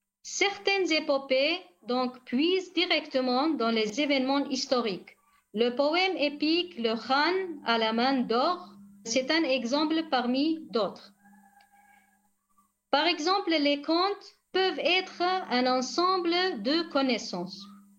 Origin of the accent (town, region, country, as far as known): Rojava, Syria